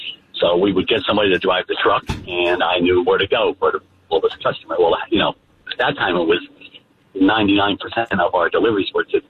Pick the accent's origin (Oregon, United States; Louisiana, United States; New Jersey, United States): New Jersey, United States; Totowa; I'm from Totowa.